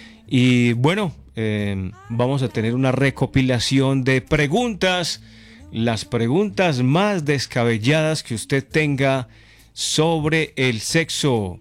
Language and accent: Spanish; Concordia, Antioquia, Colombia; Yo soy de un pueblo aquí cerquita a Medellín, doctora, ¿cierto? Yo soy montañero de Concordia, Antioquia, pueblo cafetero, nos gusta mucho el café, aunque bueno, en estos últimos años se ha metido el aguacate, ¿cierto?